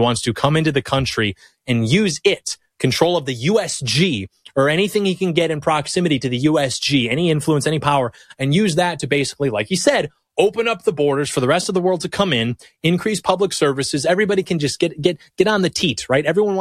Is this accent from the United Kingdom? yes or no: no; Michigan, United States; I just want nothing like that in my home state. My home state, which, by the way, I can go take a drive down to Hart Plaza in Detroit.